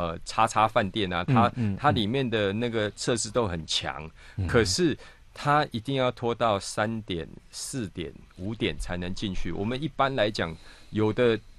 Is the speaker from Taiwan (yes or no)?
yes; Taiwan; 比较为我们台湾人诟病的